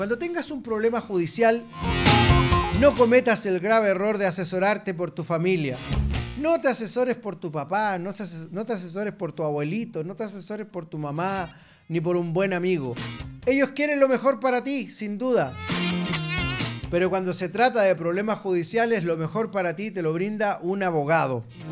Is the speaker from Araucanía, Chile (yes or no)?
yes; Angol, Araucanía, Chile; Nosotros de Angol, capital de la provincia de Malleco, desde donde hacemos efecto matinal